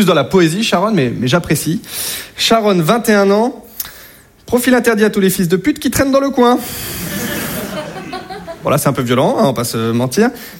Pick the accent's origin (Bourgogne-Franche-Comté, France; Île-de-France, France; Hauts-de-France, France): Hauts-de-France, France; Et ça m'a choqué parce que chez moi, en Picardie, voilà, entre voisins, franchement, il y a une bonne ambiance.